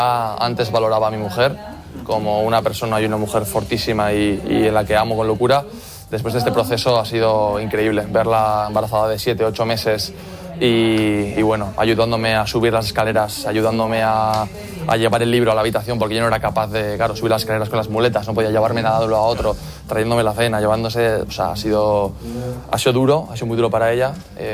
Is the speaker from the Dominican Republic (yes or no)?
no; Navarre, Spain; Yo soy muy navarro, muy de mi tierra, y me encanta pasar cada día allí.